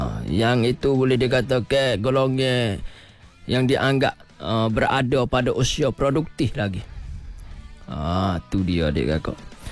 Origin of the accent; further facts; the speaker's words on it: Kelantan, Malaysia; Maruah kita sebagai orang Kelantan.